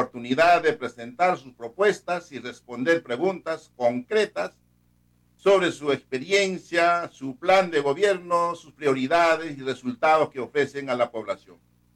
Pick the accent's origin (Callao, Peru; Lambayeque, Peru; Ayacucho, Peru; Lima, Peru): Ayacucho, Peru; Chumpi; soy de Guayo, de Soco, porque mis padres son de ahí, pero yo soy chumpino, pues, por eso digo que 100% chumpino, porque en Chumpi he nacido, ni siquiera he nacido en el hospital, sino en la casa, con la partera, con el sanitario, Raúl Cuya